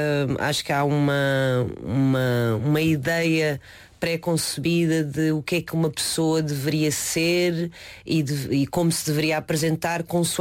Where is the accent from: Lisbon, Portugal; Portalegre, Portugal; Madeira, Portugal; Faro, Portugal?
Lisbon, Portugal; Cascais; born there; first language Mandarin; Portuguese is a second language; also born or lived in Leiria / China; Sou de Leiria. Não, por acaso acho que nunca tive o hábito de dizer que sou de Leiria, porque nasci lá e com meses de idade mudei-me para Cascais. Mudei-me? Não, os meus pais mudaram-se e levaram-me atrás. E passei as minhas férias escolares em Leiria até aos meus 12, 13 anos.